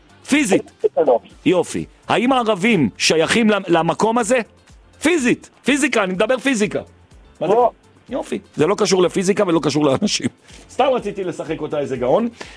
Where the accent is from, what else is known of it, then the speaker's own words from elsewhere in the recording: Jerusalem, Jerusalem District, Israel; אני ירושלמי, אז אני אגיד